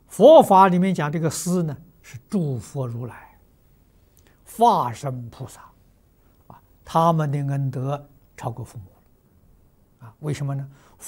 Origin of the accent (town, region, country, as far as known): China